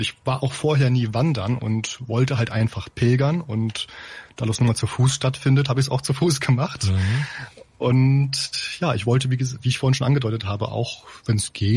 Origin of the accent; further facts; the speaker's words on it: Osnabrück, Lower Saxony, Germany; ich komme aus Osnabrück